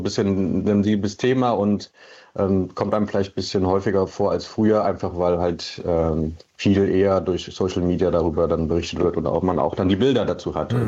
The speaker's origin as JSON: {"language": "German", "region": "Lower Saxony", "country": "Germany", "tie": "born or raised there", "said": "Ja, ich bin in der Nähe von Hannover groß geworden"}